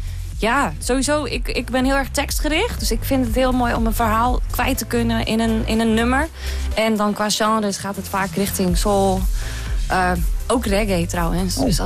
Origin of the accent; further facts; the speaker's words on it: Drenthe, Netherlands; now in Groningen, Netherlands; Ik ben opgegroeid in Drenthe.